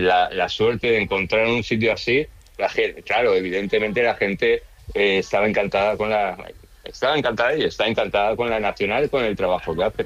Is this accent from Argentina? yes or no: no; Spain; now in United States; Y evidentemente las reuniones de españoles, pues siempre hablamos de España y hablamos de lo que pasa en España, qué problemas, qué no sé cuántos. Luego los problemas que de inmigrante tienes aquí en Estados Unidos